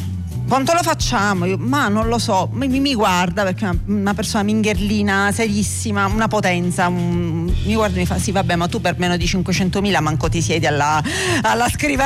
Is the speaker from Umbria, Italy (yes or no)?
no; Trapani, Sicily, Italy; now in Palermo, Italy; io sono di Trapani